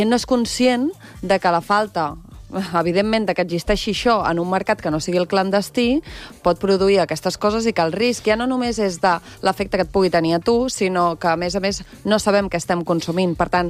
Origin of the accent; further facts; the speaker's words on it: Calella, Catalonia, Spain; born there; al meu poble, a Calella